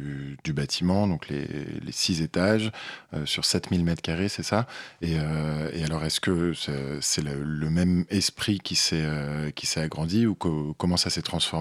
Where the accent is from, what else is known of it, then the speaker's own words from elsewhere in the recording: Paris, Île-de-France, France; tu avais tous les petits Parisiens comme moi qui arrivaient